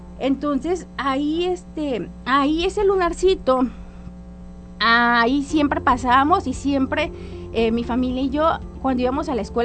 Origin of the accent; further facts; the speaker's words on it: Tepic, Nayarit, Mexico; Yo pues aquí crecí en Tepic, aquí estuve aquí en la primaria, y vivo cerquitas de un punto donde crecen juncos.